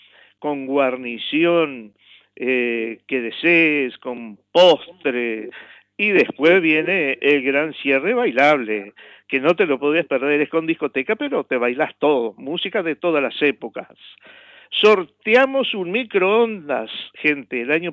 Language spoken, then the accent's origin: Spanish; Uruguay; y como solidario que somos los uruguayos, yo sé que va a reunir mucha gente.